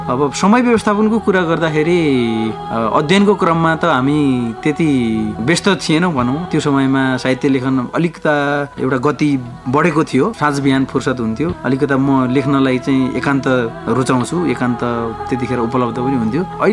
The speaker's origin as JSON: {"language": "Nepali", "area": "Surkhet District", "region": "Karnali Province", "country": "Nepal", "tie": "born or raised there", "also_born_or_lived": "Birendranagar, Surkhet", "moved": "as an adult", "lives_now": "Kathmandu, Nepal", "said": "मेरो प्राथमिक तहको पढाइ सुर्खेत जिल्ला, मेरो जन्मस्थान हालको पञ्चपुरी नगरपालिका वडा नम्बर 3 साबिकको सालकोट गाविस वडा नम्बर 9 रहेको छ।"}